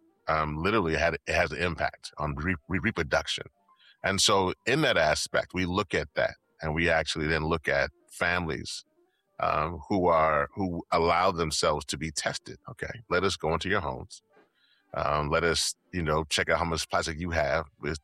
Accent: Louisiana, United States; And so where I'm from Louisiana, and that's, for those who don't know, is in the United States of America. It's one of the 50 states down there on the Gulf Coast.

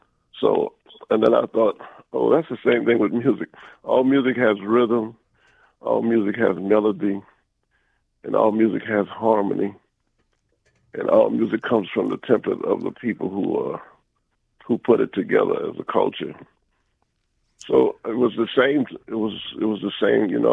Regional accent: New Orleans, Louisiana, United States; because I come from New Orleans and we dance to jazz

